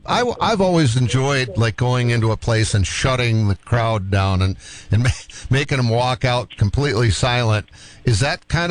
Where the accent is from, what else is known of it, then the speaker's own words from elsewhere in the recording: Boston, Massachusetts, United States; moved away; I'm from Boston.